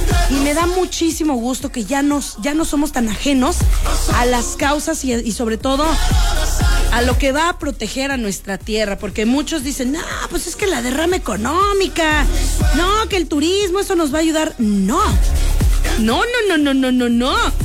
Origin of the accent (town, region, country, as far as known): Mexico